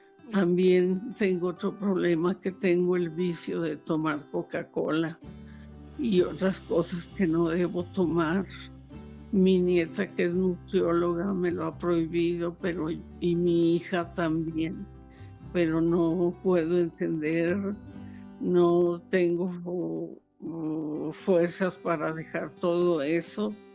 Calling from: Aguascalientes, Mexico; de Aguascalientes.

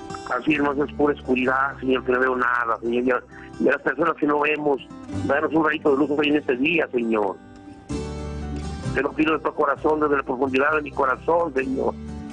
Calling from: Villanueva, Zacatecas, Mexico; Sí, estamos hablando aquí de Villanueva, Zacatecas.

